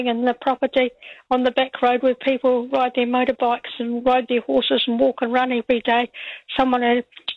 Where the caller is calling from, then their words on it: Canterbury, New Zealand; I'm from North Canterbury.